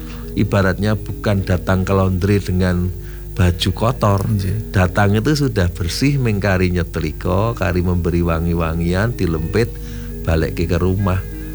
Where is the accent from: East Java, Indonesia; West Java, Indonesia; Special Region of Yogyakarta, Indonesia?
Special Region of Yogyakarta, Indonesia; Apalagi kita diuntungkan sebagai orang Jogja, maka mari budaya kejogjaannya kita laksanakan, Jawanya kita laksanakan